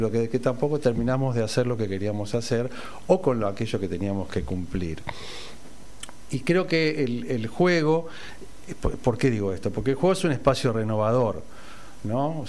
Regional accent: La Plata, Buenos Aires Province, Argentina; also born or lived in Colonia; yo soy de La Plata.

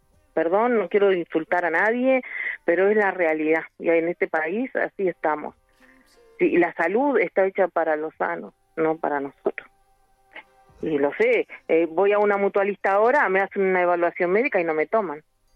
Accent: Uruguay; Pues yo soy uruguaya, amo mi país

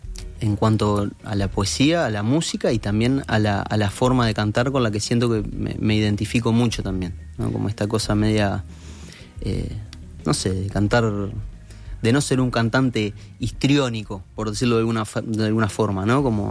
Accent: Uruguay; yo como uruguayo suéltame no lo digo, pero después es como todo tratado de hablar como hablamos nosotros

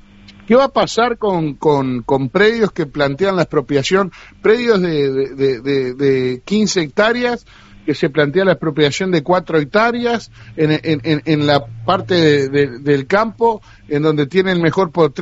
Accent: Canelones, Uruguay; yo soy de Canelones

